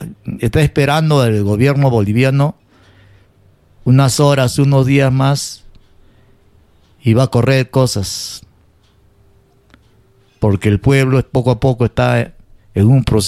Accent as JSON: {"language": "Spanish", "country": "Peru", "said": "somos serranos, somos cholos indios, somos peruanos."}